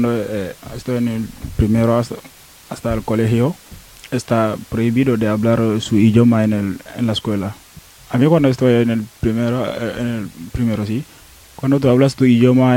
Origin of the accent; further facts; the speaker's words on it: Senegal; Sí, yo le digo por qué no soy de Senegal. Y dice que es imposible de ser de Senegal y sin hablar el Wolof. Yo le digo, eso es falso. Porque yo vine de un pueblo que no hablo el Wolof.